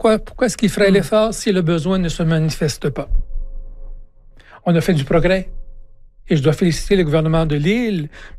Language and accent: French; Quebec, Canada; moi, en tant que Québécois qui a vécu les années 60, 70 au Québec